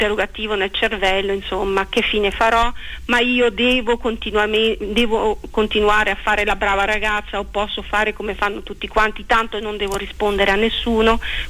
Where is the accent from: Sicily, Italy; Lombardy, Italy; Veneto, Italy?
Veneto, Italy; Verona; io sono veneta, sì, veronese, nasco